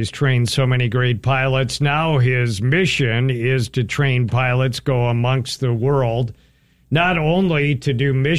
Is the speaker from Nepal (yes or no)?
no; Willmar, Minnesota, United States; I grew up in the Wilmer area, so Benson not far away